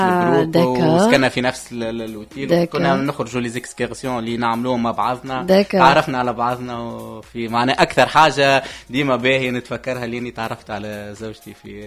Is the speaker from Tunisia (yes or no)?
yes; Tunisia